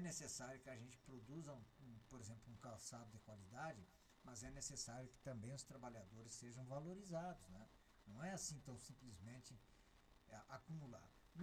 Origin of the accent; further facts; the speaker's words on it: Tenente Portela, Rio Grande do Sul, Brazil; born there; moved away; lá das Tenente Portela, da qual é a minha terra natal